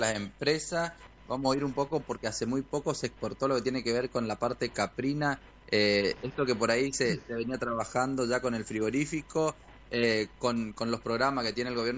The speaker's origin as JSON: {"language": "Spanish", "town": "Campo Largo", "region": "Chaco", "country": "Argentina", "tie": "born there", "said": "nací en Campo Largo"}